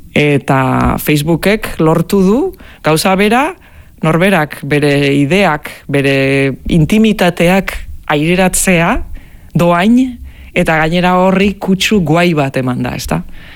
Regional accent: Basque Country, Spain; born or raised there; moved away as an adult; also born or lived in Netherlands

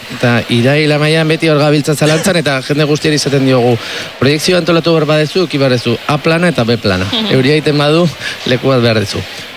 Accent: San Sebastián, Basque Country, Spain; ni Donostiarra naiz

